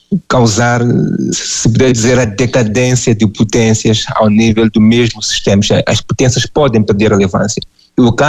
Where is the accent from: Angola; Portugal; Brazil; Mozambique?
Mozambique; dizer que na nossa pronúncia aqui em Moçambique, o nome Djibouti é mesmo Djibouti, então vão ficar à vontade eu dizer Djibouti diretamente, como nós dizemos aqui em Moçambique.